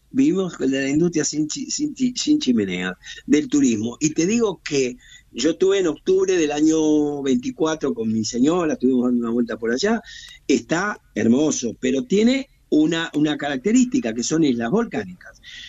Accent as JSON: {"language": "Spanish", "town": "Avellaneda", "region": "Buenos Aires Province", "country": "Argentina", "tie": "born there", "said": "Yo soy requete argentino, nacido en Avellaneda, ojo."}